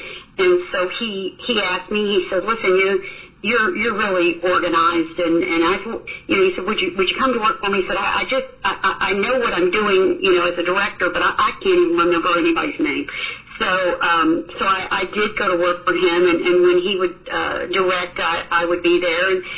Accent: Texas, United States; moved away as an adult; also born or lived in Dallas, Texas; now in Los Angeles, United States; I was from Texas and I was by myself

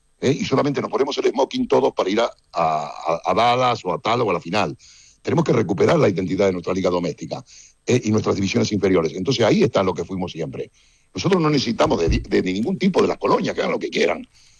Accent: Argentina; Claro, pero entiéndame, pero nosotros somos argentinos puros.

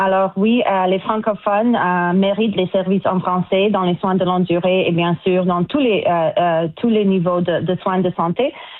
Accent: Canada; born there; French is a second language; also born or lived in Belgium; Et puis quand on a déménagé ici au Canada, j'ai toujours poursuivi les études de français, soit à l'école élémentaire ou secondaire. Et en fait, j'ai fait un mineur de langue française à l'Université de Toronto.

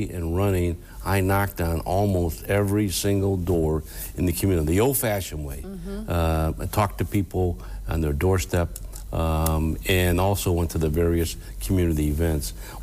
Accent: Toledo, Ohio, United States; So I grew up in West Toledo. Mancy's Restaurant was my local neighborhood, if you will, and grew up on Berkeley Drive, St. Agnes Parish.

